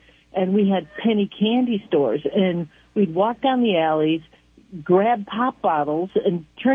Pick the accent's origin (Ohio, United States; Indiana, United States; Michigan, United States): Michigan, United States; Bradley; so I grew up in Bradley, and so I was on North Street in Michigan.